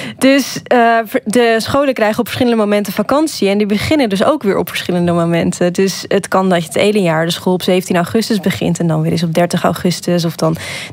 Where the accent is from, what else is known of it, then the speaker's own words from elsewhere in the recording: Netherlands; now in Belgium; dat is voor mij als Nederlander toch alweer iets bijzonders. Want zo'n collectief moment op 1 september, dat kennen wij niet in Nederland.